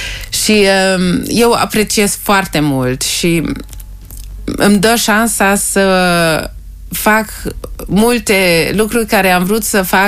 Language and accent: Romanian; Germany; also born or lived in Timișoara, Romania; am crescut mai mult în Germania, că eu am plecat când aveam 5 ani.